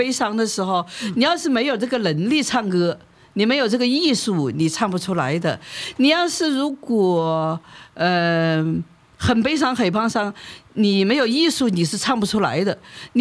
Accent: China; 我们中国人到现在都喜欢这个曲子

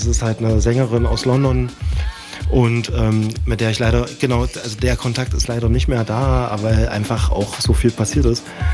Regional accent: Dessau, Saxony-Anhalt, Germany; born or raised there; now in Leipzig, Germany

